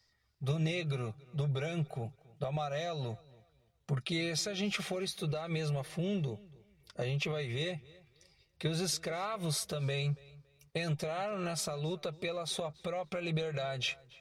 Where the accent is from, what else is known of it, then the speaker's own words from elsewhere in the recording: Rio Grande do Sul, Brazil; Nós aqui no Rio Grande do Sul temos uma grande cultura.